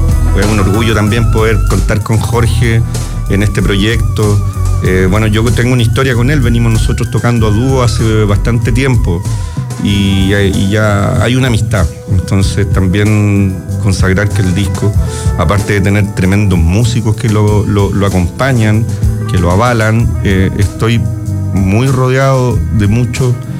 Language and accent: Spanish; Coliumo, Biobío, Chile; En Coliuma, en una caleta pescadores, además de donde yo soy